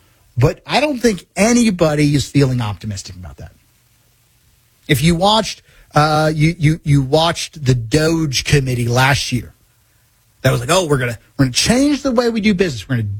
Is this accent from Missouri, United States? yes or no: yes; Missouri, United States